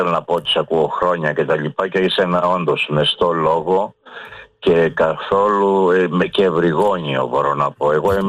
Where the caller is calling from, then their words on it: Athens, Attica, Greece; Εγώ είμαι Κυψέλη, η μαύρη μαυρίλα πλάκωσε, και καταγωγή από Μυτιλίνη, άλλη μαύρη μαυρίλα πλάκωσε.